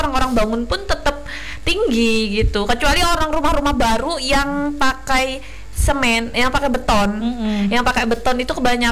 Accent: Sebangau Kuala, Central Kalimantan, Indonesia; di kampung aku tinggi-tinggi Kak rumahnya.

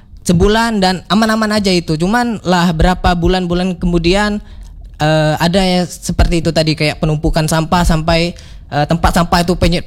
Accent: Kayu Besi, Bangka Belitung Islands, Indonesia; bahwasanya di Desa Kayu Besi itu ya, tempatnya desa saya sendiri, untuk pengangkutan sampahnya itu gratis kan.

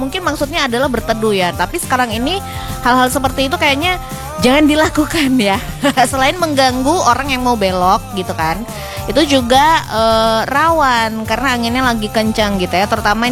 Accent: Cirebon, West Java, Indonesia; sebagai warga Cirebon

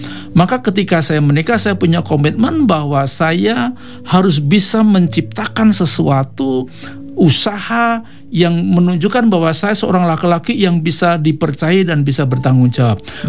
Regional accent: Java, Indonesia; karena saya Jawa

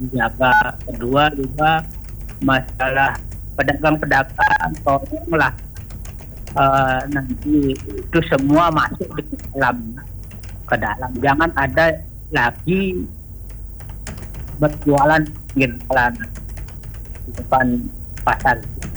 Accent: Buleleng, Bali, Indonesia; Saya sangat saya lahir di Buleleng ya, sampai ya dapat mengakui 3 tahun di Buleleng dulu saya di dari tahun 8 sampai 20 juga.

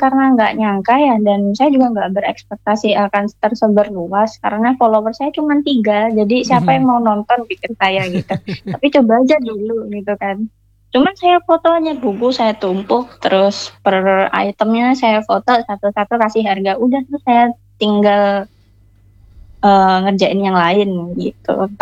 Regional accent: East Java, Indonesia; Saya dari Jawa Timur.

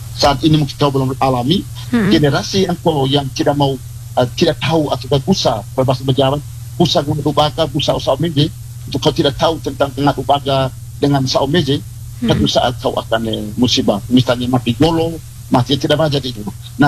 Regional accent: East Nusa Tenggara, Indonesia; kami orang Ngada

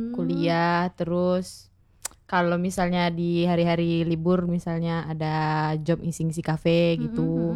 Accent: Bengkulu, Indonesia; born there; also born or lived in Palembang

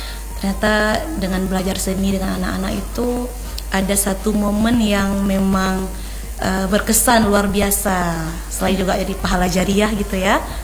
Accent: Indonesia; Saya orang asli orang Biren.

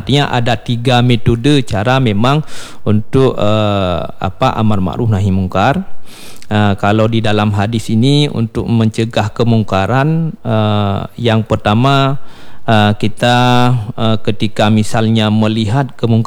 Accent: Bireuen, Aceh, Indonesia; moved away; Saya orang Birun, bukan asli orang sini ya.

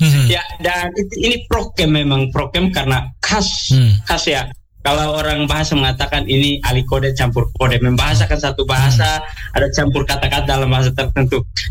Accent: East Nusa Tenggara, Indonesia; Kalau kami orang TTS katakan orang TTU mereka katakan takanap.

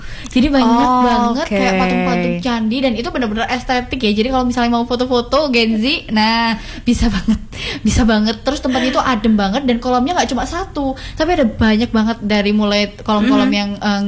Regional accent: Malang, East Java, Indonesia; Sebagai warga Malang ini sebenarnya tahu gitu

